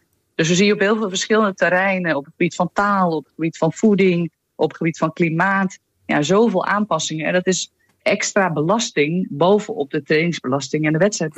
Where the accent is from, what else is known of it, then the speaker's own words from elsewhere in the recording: Netherlands; zijn we Nederlanders voor hun toch wel olifanten in een porseleinkast.